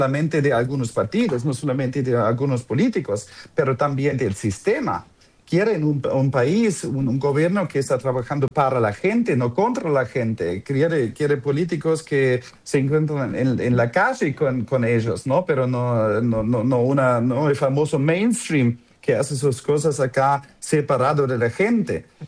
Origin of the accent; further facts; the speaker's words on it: Germany; Yo vengo de un pequeño pueblo de 800 habitantes